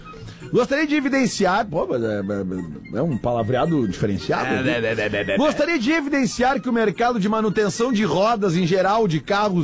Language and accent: Portuguese; Uruguaiana, Rio Grande do Sul, Brazil; now in Santa Maria, Brazil; viajei no sábado para Uruguaiana, minha cidade natal, e voltei para Santa Maria na segunda-feira.